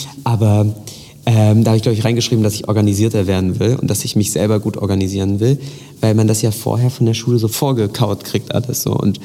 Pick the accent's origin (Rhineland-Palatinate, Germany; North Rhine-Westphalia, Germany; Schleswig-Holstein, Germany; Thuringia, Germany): Thuringia, Germany; Weimar; ich komme aus Weimar und lebe auch noch in Weimar